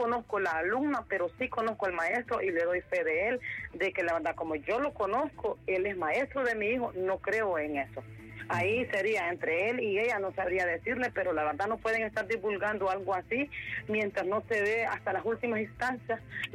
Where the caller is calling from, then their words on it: Danlí, El Paraíso, Honduras; Sí, soy de Danlí El Paraíso